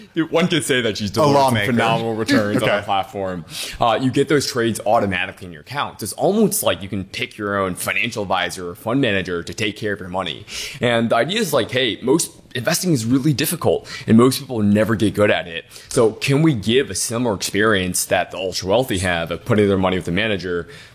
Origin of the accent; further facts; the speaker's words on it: Detroit, Michigan, United States; So born and raised in Detroit, my parents are immigrants. We didn't have a lot